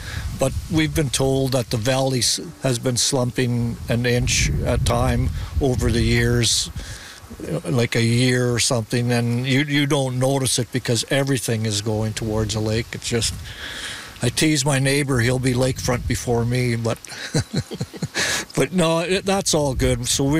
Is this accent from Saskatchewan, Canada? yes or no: yes; Balgonie, Saskatchewan, Canada; moved away as an adult; now in Regina Beach, Canada; I'm originally from Balgoni. I grew up there and my wife and I raised our family there